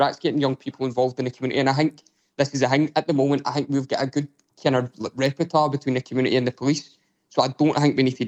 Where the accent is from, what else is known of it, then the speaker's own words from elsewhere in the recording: Glasgow, Scotland, United Kingdom; I've been a young person in the communities myself growing up in East End of Glasgow